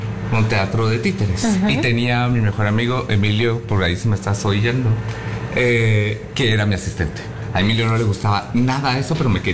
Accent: Guatemala; yo soy guatemalteco

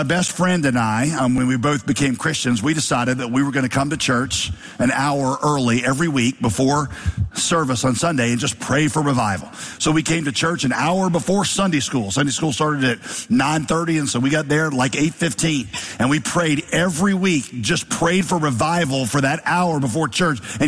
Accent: Winston-Salem, North Carolina, United States; Now, some of you might know, I grew up in Winston-Salem. That was my home city. The time I was two, went to college, Winston-Salem.

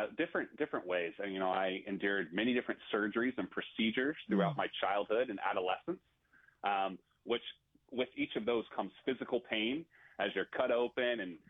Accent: Raleigh, North Carolina, United States; also born or lived in Brooklyn, New York; now in Eugene, United States; My family's all on the East Coast. They are all in Richmond, Virginia, though we grew up in Raleigh, North Carolina.

